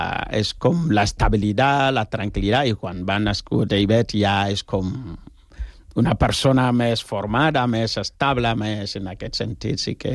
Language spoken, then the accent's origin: Catalan; Ghana; Catalan is a second language; now in Spain; jo sóc de Ghana, tu imagina que jo vinc aquí amb un taparrabo o una aliança, això no és així. Entonces, clar, jo si vinc a Catalunya, com mínim, aprendre la llengua catalana